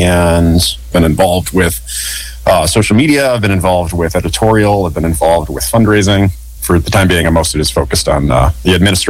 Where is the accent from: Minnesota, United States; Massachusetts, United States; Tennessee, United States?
Minnesota, United States; Twin Cities; also born or lived in Texas; So I'm from the Twin Cities originally. I spent some time down in Texas and I moved back to Minnesota in 21.